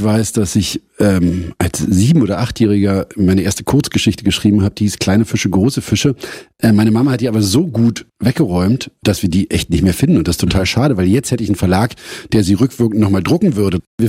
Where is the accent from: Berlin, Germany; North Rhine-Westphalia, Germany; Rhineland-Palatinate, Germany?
Berlin, Germany; Ja, also ich war 7, als die Mauer fiel und ich bin davor in der Stargarder Straße aufgewachsen.